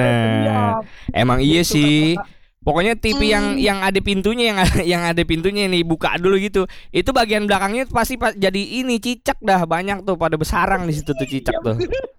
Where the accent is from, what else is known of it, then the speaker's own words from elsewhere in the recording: Indonesia; saya tinggal di Cibubur nih kan, tempat saya kecil kan.